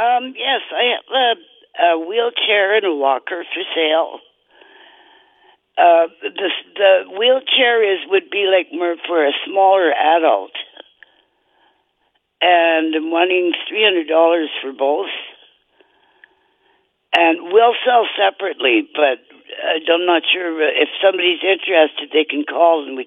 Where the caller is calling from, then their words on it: Vegreville, Alberta, Canada; Where am I calling from? Vegreville.